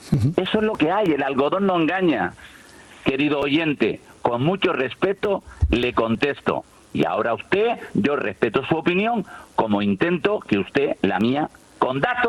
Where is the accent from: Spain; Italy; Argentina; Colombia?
Spain; Icod de los Vinos, Canary Islands; el drago de mi pueblo, el milenario, de Codoro Vino.